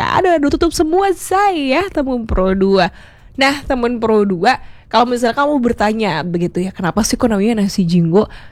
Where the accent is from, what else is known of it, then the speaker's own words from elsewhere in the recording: Bali, Indonesia; kalau kita orang Bali ngomongnya bahasanya basang karung begitu ya